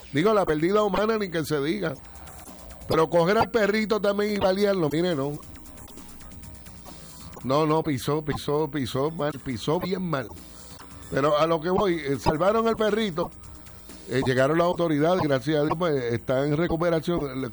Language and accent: Spanish; Puerto Rico